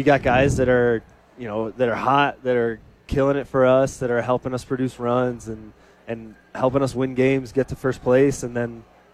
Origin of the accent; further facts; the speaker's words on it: Florida, United States; moved away; I grew up in Florida